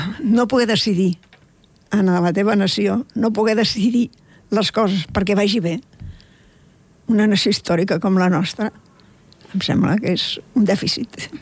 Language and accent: Catalan; Catalonia, Spain; born there; som veïns de Sant Just